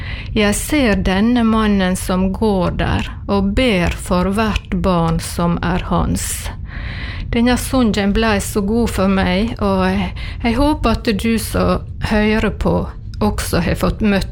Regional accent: Ulstein, Møre og Romsdal, Norway; now in Giske, Norway; Jeg bor på Giske, men jeg er egentlig fra Ulstein. Jeg bodde på Giske i snart 50 år.

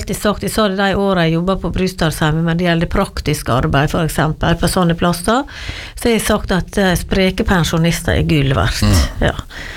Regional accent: Giske, Møre og Romsdal, Norway; also born or lived in Trondheim; Neida, men jeg sier nå det at jeg vokste opp på Giske da, selv om jeg var nesten 8 år før jeg kom dit.

